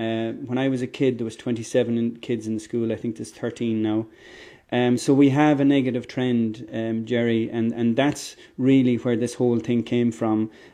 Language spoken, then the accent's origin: English; Ireland; because the Irish being the Irish, we'd find a way.